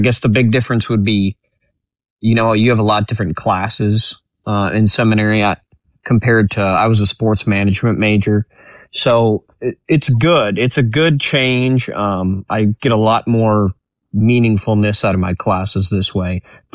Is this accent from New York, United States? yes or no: no; Minnesota, United States; also born or lived in Florida; now in St. Louis, United States; I'm from Minnesota